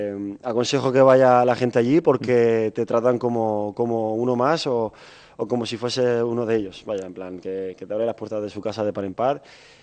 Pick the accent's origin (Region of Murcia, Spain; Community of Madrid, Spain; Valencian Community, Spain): Region of Murcia, Spain; Murcia; born there; Yo nací en Murcia